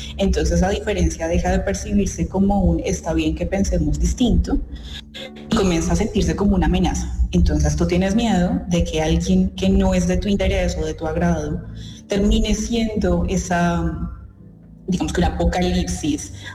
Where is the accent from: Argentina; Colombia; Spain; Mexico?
Colombia; somos de Colombias distintas, de momentos históricos distintos, de realidades sociales diferentes